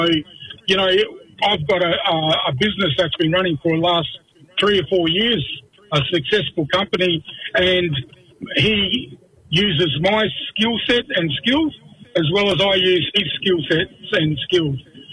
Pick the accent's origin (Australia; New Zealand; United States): Australia; Perth, Western Australia; Yeah, I'm a Noongar from Perth. We're from the southwest.